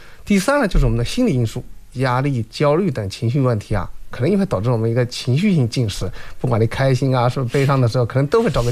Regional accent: China; 尤其是说亚洲男性，我们中国人哈

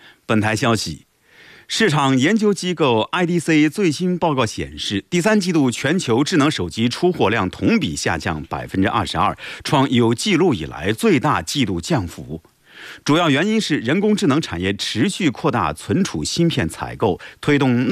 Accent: Guanyun, Jiangsu, China; accent: Lianyungang dialect; 我来自连云港，我是连云港广播电视台主持人。这个 I'm from 广永。Welcome to my hometown, Time 广永。我来自广永，欢迎到我的家乡广永住客。

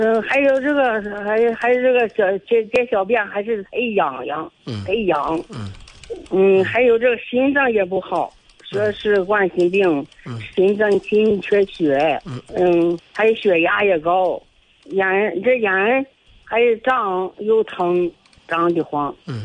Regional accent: Mancheng, Hebei, China; 我是保定。

